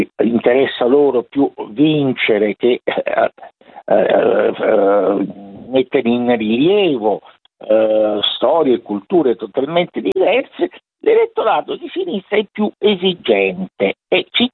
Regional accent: Rome, Lazio, Italy; io sono un romano

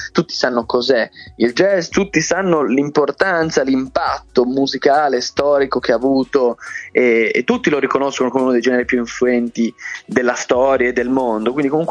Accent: Bologna, Emilia-Romagna, Italy; laureandomi al Conservatorio di Bologna, che è la mia città natale.

